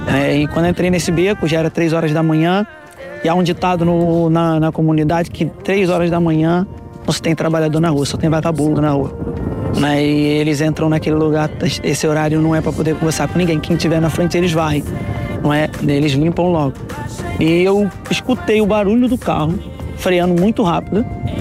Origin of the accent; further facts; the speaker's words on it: Arraial do Cabo, Rio de Janeiro, Brazil; moved away as an adult; now in Portugal; eu sou de Arraial do Cabo, como eu falei, né? Mas é mais conhecido como Complexo da Coca-Cola, que é uma favela que tem na minha cidade.